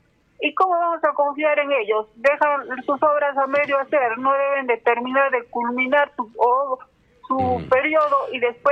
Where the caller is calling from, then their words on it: Arequipa, Peru; Yo vivo en Selva Alegre, pero en la casa de mis papás y mi DNI está en el cercado de Arequipa.